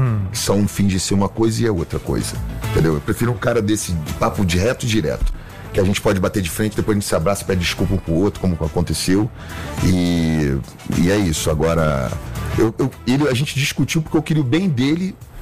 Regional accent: Rio de Janeiro, Brazil; eu sou carioca, aí falou de jeito diferente comigo

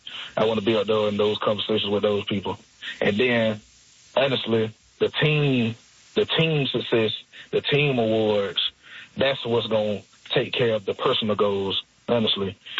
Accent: Georgia, United States; I'm originally from South Georgia, like

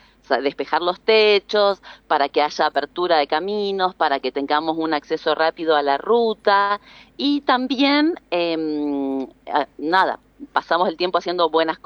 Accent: Mendoza, Argentina; now in Los Penitentes, Argentina; Para los que somos mendocinos sabemos que esto, por ejemplo, lo primero es que es agua para Mendoza

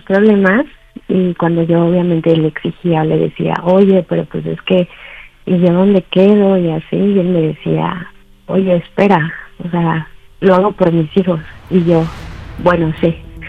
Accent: Guadalajara, Jalisco, Mexico; 34 años y soy de Guadalajara.

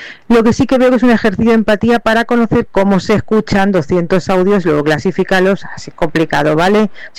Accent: Vallecas, Community of Madrid, Spain

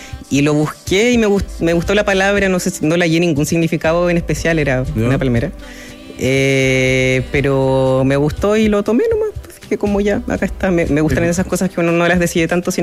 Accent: Rancagua, O'Higgins, Chile; now in Viña del Mar, Chile; Soy oriundo de Rancagua.

